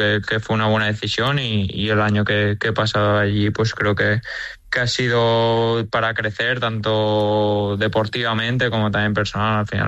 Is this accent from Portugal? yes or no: no; San Sebastián, Basque Country, Spain; born there; Sí, yo nací en Donostia, sí.